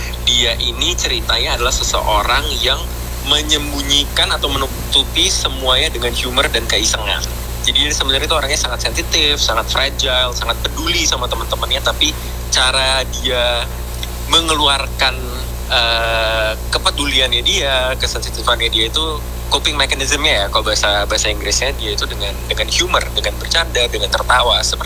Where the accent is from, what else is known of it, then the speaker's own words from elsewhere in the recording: Surabaya, East Java, Indonesia; Aku arek Surabaya loh.